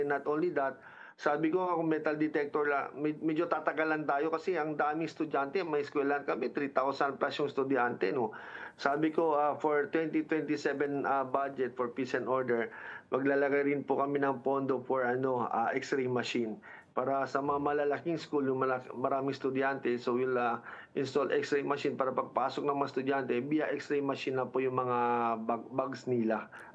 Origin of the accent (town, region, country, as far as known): Zamboanga City, Zamboanga Peninsula, Philippines